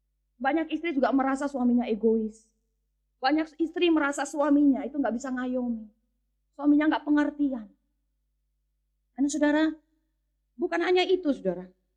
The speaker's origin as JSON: {"language": "Indonesian", "town": "Soe", "region": "East Nusa Tenggara", "country": "Indonesia", "also_born_or_lived": "Kupang", "said": "Padahal daerah saya tuh daerah dingin. Saya orang Kupang, saya orang Soe gitu ya. Soe dingin saudara."}